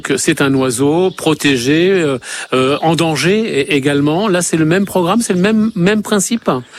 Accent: Centre-Val de Loire, France; Chez nous, en Brenne, il y en a encore un petit peu.

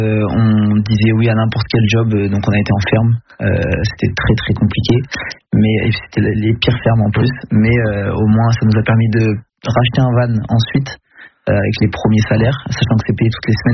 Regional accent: France; qui nous ont mis une claque en tant que Français.

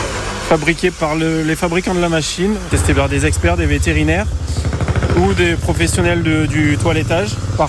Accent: Auvergne-Rhône-Alpes, France; Chez nous en Auvergne

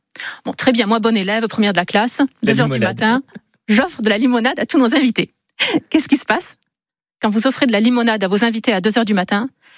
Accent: Nouvelle-Aquitaine, France; moved away as an adult; now in Basque Country, France; Ça a commencé quand je suis arrivée au Pays Basque. J'ai épousé l'homme le plus génial sur Terre. Je viens du Béarn.

